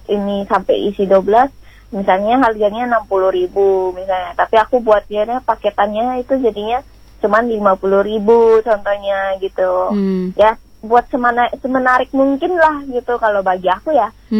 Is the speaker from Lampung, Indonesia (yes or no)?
no; Medan, North Sumatra, Indonesia; moved away as an adult; now in Kupang, Indonesia; Jadi aku sendiri kan orang Medan kan, aku dari Medan, lahirnya dari Medan. Jadi aku datang ke Kupang itu baru masuk 5 tahun.